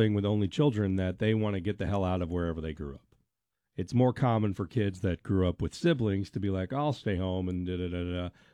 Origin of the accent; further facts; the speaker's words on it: Hot Springs Village, Arkansas, United States; moved away; She and I grew up in Hot Springs Village, everybody.